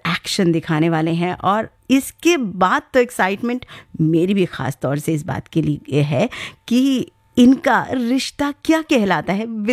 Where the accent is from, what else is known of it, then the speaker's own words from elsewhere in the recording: Delhi, India; कि बॉम्बे तो मेरा शहर नहीं है, दिल्ली है